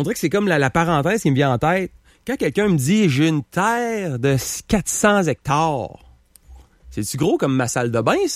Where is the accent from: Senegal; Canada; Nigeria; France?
Canada; Quebec City, Quebec; je viens du Canada, je viens de Québec.